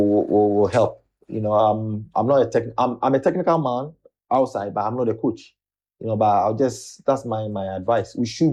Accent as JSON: {"language": "English", "country": "Ghana", "said": "me as a Ghanaian now"}